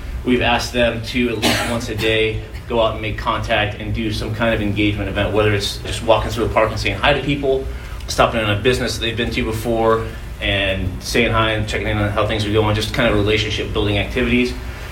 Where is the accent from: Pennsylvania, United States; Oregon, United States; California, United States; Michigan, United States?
Oregon, United States; So I grew up just outside of East Precinct, off 162nd and Foster, just in the Clackamas County. So I went to Centennial Schools.